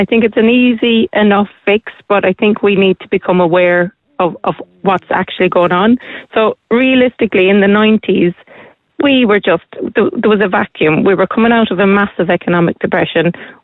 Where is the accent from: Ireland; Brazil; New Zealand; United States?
Ireland; what we as Irish foodies and chefs and growers and promoters of all of that regard it as?